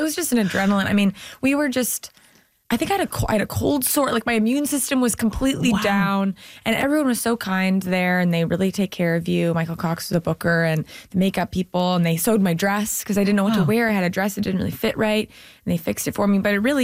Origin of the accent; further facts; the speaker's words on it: Canada; I'm really lucky because I'm Canadian.